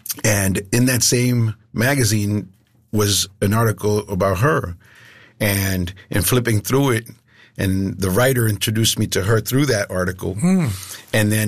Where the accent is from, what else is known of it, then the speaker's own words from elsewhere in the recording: New York, United States; moved away; I've heard about this place. I'm a transplant from New York.